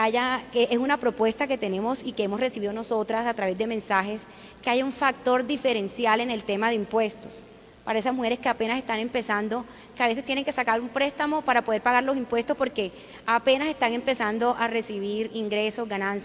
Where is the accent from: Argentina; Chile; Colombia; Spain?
Colombia; y eso somos las mujeres colombianas.